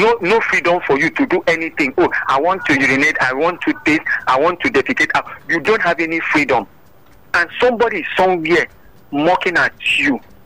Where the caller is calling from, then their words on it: Antigua & Barbuda; calling from Antigua.